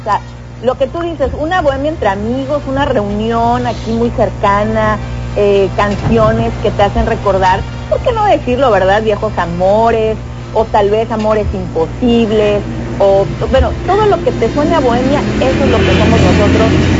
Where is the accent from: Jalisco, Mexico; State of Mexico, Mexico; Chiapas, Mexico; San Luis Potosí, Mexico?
Chiapas, Mexico; Tapachula; Somos de aquí de Chiapas, de Tapachula, muy cerquita de Guatemala.